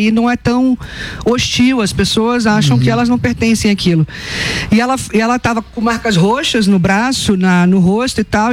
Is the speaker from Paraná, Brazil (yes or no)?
no; Barra Mansa, Rio de Janeiro, Brazil; moved away; also born or lived in Brasília; Saí de Barra Mansa, fui pro Rio de Janeiro, depois fui parar em Brasília, conheci o presidente da República, tive espaço.